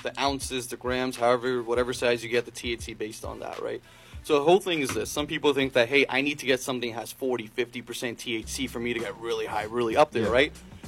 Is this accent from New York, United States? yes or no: yes; Queens, New York, United States